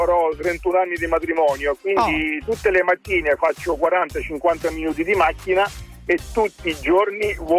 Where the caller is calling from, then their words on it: Campania, Italy; io sono campano come voi, io sono dalla provincia di Salerno.